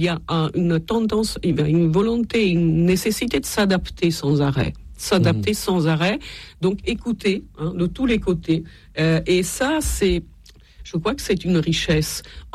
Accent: Italy; Vous savez, moi je suis italienne, je ne viens pas d'un pays...

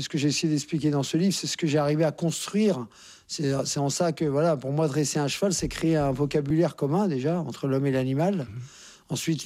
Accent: Courbevoie, Île-de-France, France; born there

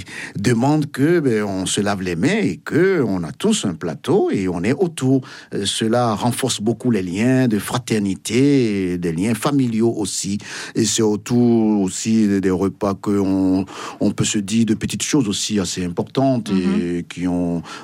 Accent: Benin; moved away; chez nous au Bénin

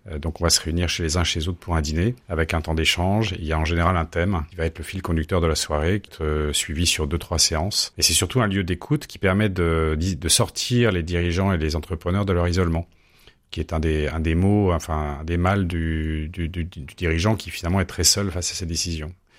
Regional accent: northern France, France; moved away as an adult; also born or lived in England; now in Montpellier, France; Moi, je suis plutôt originaire du nord de la France, mais j'ai des attaches très anciennes dans la région, puisque au 19e siècle, ma famille est originaire de l'Aude.

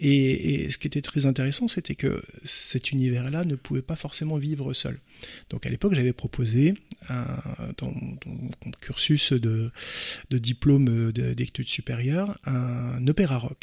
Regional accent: Nancy, Grand Est, France; Moi, je suis originaire de Nancy.

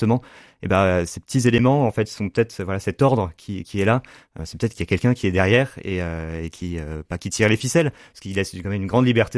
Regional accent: Le Mans, Pays de la Loire, France; Moi, j'ai grandi au Mans, donc j'ai fait mon collège-lycée, enfin école-collège-lycée au Mans

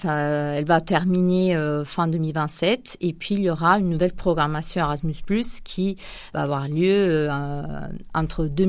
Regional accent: Italy; French is a second language; now in Poitiers, France; Oui, je viens d'Italie.

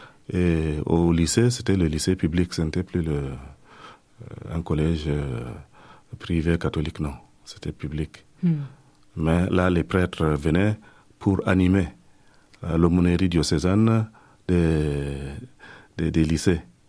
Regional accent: Far North, Cameroon; moved away as an adult; also born or lived in Yagoua; now in Coutances, France; Je viens effectivement de la région de l'extrême Nord Cameroun, dans le diocèse de Yagoua. C'est vraiment l'extrême Nord du Septentrion. Je suis né dans un village... Viri.

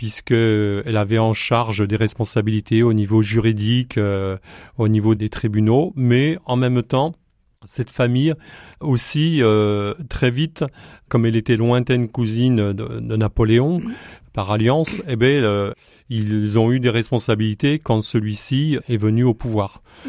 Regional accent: Saint-Côme-en-Vairais, Pays de la Loire, France; also born or lived in La Ferté-Bernard; mon pays natal, c'est Saint-Côme en Véret. Et je suis né à La Ferté-Bernard aussi en même temps, mais on est vraiment, toute ma famille, issue du Véret.

